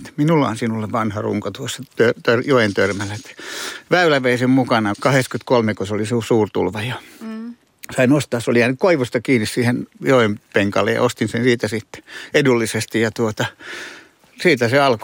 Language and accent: Finnish; Helsinki, Uusimaa, Finland; born there; moved away as an adult; also born or lived in Turku archipelago / Åland; Se on vahinko. Tai ei varmaan vahinko, mutta Helsingissä. Lähdin töiden perässä heti, kun mä täytin 18, niin Turun saaristoa, missä pääsin vanhainkotiin kokiksi. Sitten mä oon käynyt Ahvenanmaalla ravintolakouluun